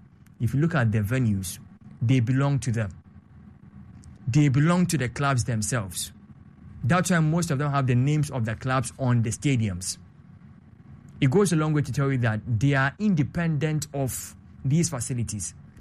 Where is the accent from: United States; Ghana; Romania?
Ghana; Western Region; Me, I'm from the Western region. I went to school throughout my life until tertiary in the West.